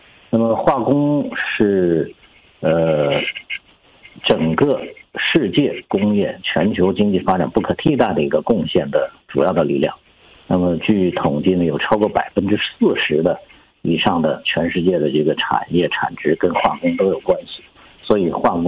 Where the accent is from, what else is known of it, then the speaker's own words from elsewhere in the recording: Songyuan, Jilin, China; 我是吉林松原人。